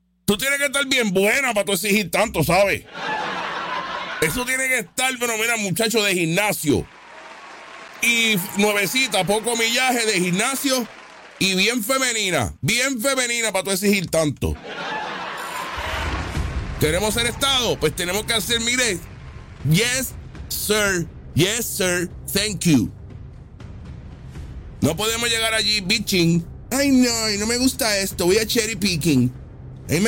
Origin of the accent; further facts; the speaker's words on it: Puerto Rico; somos americanos, Puerto Rico USA, Puerto Rico USA.